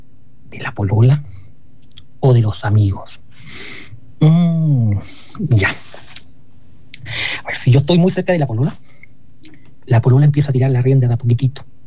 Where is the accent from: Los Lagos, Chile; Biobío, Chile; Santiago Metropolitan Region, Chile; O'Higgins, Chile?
Biobío, Chile; Los Ángeles; Desde Los Ángeles, Chile. Desde mi tierra natal, la puerta norte del sur de Chile.